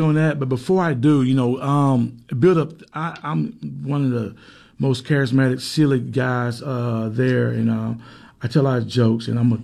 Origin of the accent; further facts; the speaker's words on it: Anson, Alabama, United States; And we got people right here that was born and raised, like myself, born and raised in Anson, Alabama, who can do the job.